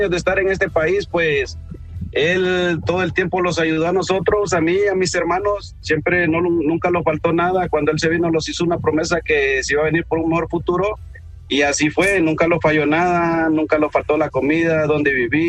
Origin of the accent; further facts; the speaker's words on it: Honduras; now in United States; Somos de Honduras con mi papá.